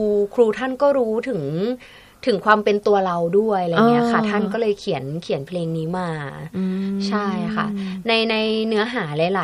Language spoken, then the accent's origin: Thai; Nakhon Ratchasima, Thailand; เกิดและโตที่โคราชเลย